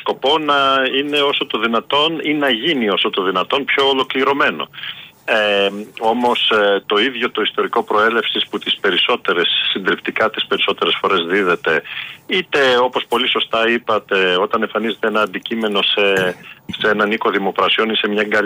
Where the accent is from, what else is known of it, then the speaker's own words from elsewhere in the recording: Greece; για μένα ως Έλληνας